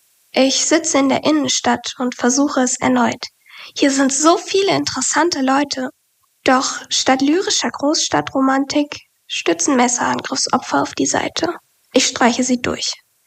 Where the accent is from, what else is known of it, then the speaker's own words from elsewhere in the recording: Essen, North Rhine-Westphalia, Germany; born there; ich bin 20 Jahre alt. Ich komme gebürtig aus Essen und studiere in Bochum.